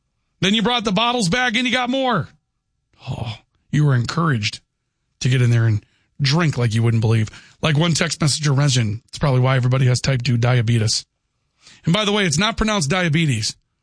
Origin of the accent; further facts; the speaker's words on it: Canada; That being said, I grew up in Canada. And Pick-A-Pop was the brand of glass bottled pop.